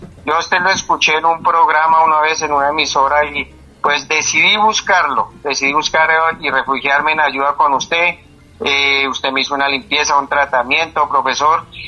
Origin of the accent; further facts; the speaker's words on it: Caparrapí, Cundinamarca, Colombia; now in La Dorada, Colombia; Aquí de la Dorada Caldas, pero soy de Caparrapí, Cundinamarca.